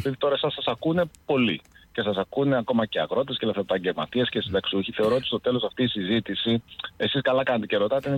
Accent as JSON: {"language": "Greek", "town": "Kalavryta", "region": "Western Greece", "country": "Greece"}